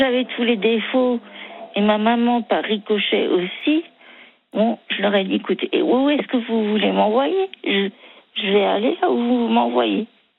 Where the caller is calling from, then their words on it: Brittany, France; Je suis en Bretagne.